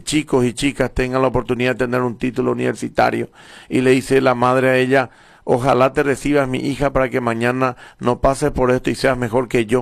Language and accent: Spanish; Carapeguá, Paraguarí, Paraguay; soy como ustedes, soy de aquí, soy de esta tierra, amo mi pueblo